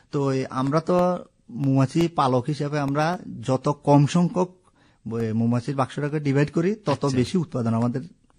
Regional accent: Shantirbazar, Tripura, India; মনে করেন আমার বাড়ি শান্তিবাজার

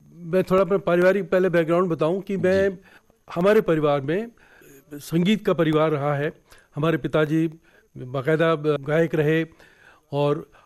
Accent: Nagpur, Maharashtra, India; born there; हम लोग मूल रूप से आंध्रा के ही हैं, तेलंगाना के हैं, हमारे पिताजी माताजी सब वहीं के रहे, लेकिन मेरा ननिहाल नागपुर और मेरी पिताजी जो पोस्टल टेलीग्राफ्स में डिपार्टमेंट में काम करते थे उनकी पहली पोस्टिंग भी नागपुर में ही थी, तो मेरा जन्म भी नागपुर में हुआ।

